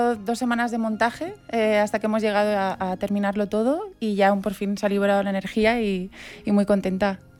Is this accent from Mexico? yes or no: no; Madrid, Community of Madrid, Spain; born there; como persona que nací en Madrid